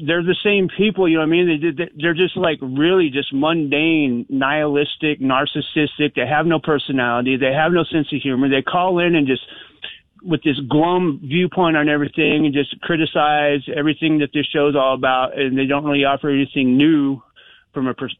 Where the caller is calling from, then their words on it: Arizona, United States; here I am calling you from Arizona, you know, where the McCainite McCainism thing is still alive and well.